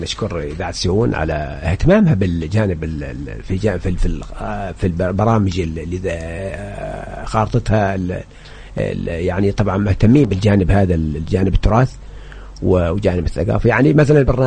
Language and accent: Arabic; Hadhramaut, Yemen; يعني عندنا في حضرموت ثلاثة أنواع من الجنابي الجنبية العابدي والجنبية المد والصدر الحدوة